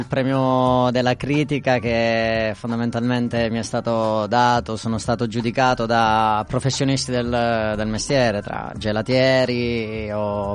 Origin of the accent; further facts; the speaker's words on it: Vieste, Apulia, Italy; moved away as an adult; now in Australia; Io sono viestato, però, nato e cresciuto.